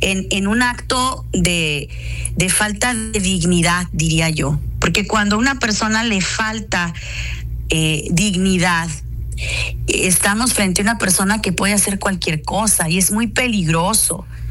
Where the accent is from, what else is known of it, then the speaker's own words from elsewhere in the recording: Sonora, Mexico; Pues yo creo que soy una sonorense como todos, honestos, francos, echados para adelante.